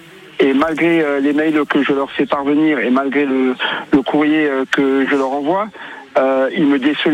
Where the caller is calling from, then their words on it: Grand Est, France; moi j'habite en Moselle